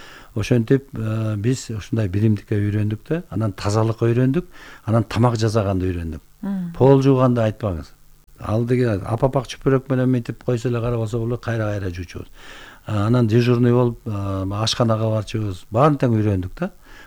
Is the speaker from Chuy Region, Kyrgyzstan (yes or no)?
yes; Bystrovka, Chuy Region, Kyrgyzstan; мен интернатта өстүм да, инилерим менен эжекем болуп. Биз 6 эркек, 1 эжекебиз бар, 7 бир тууганбыз да. Анан атам чабан болгонго байланыштуу бизди интернатка өткөзгөн. Быстровка №1 гэс интернаты бар болчу.